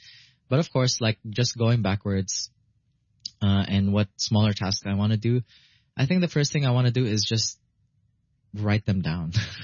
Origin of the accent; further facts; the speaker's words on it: Hong Kong; the neighborhood I grew up in Chunwan called Riviera Gardens.